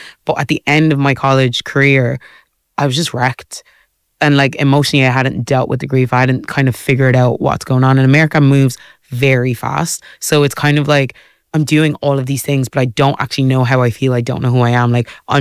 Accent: Ireland; moved away as an adult; I'm the Irish girl.

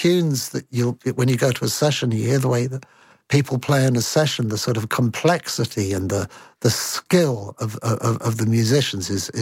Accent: England, United Kingdom; I don't know that, as an Englishman who's not lived in Ireland, that I'm really the best placed person to answer that.

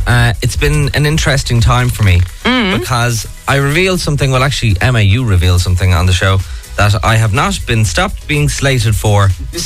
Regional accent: County Meath, Ireland; Just the fact that I said I was from Meath, I think he might get sick.

